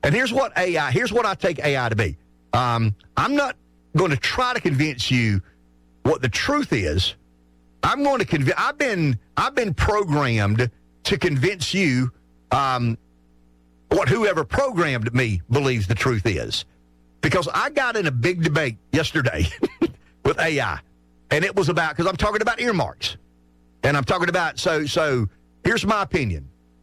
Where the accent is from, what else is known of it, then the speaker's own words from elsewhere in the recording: Pamplico, South Carolina, United States; Is a zero-turn lawnmower for Pamplico, South Carolina, my hometown, an earmark?